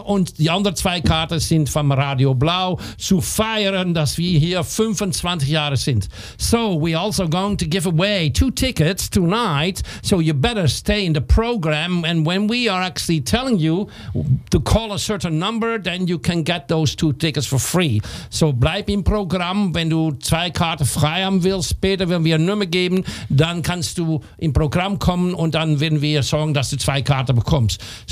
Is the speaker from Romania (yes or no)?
no; Amsterdam, North Holland, Netherlands; Ich komme aus Amsterdam.